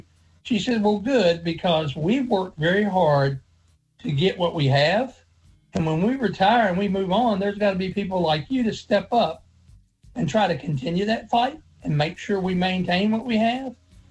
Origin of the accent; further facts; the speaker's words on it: Floyd County, Virginia, United States; when I grew up in Floyd County